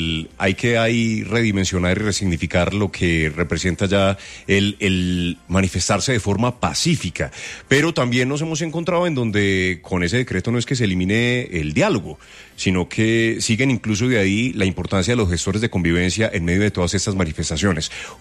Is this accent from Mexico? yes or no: no; Colombia; Claro, es que como colombianos tenemos